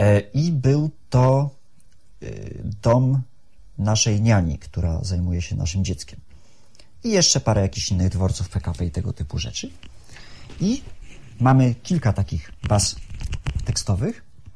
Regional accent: Szczecin, West Pomeranian Voivodeship, Poland; od urodzenia mieszkam na ulicy Santockiej na osiedlu Kaliny.

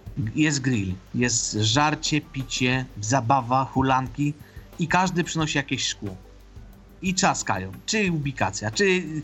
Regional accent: Silesian Voivodeship, Poland; U nas to jest na Śląsku bardzo modne.

